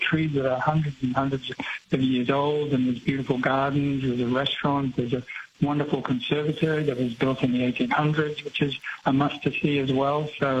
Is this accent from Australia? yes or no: yes; Australia; moved away as an adult; now in New York City, United States; Being an Aussie, the first step for me to move to this country. I came here actually when I was 19 as an architecture student and fell in love with New York.